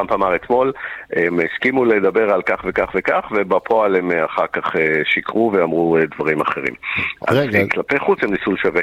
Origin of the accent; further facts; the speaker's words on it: Jerusalem, Jerusalem District, Israel; accent: Katamonim and American; also born or lived in United States; אני, יש לי מבטא גם של הקטמונים וגם של אמריקה.